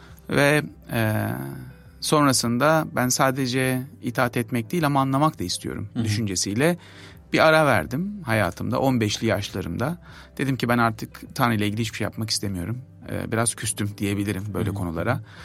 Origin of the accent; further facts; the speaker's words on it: Kocaeli, Turkey; born there; 1984 Kocaeli doğumluyum.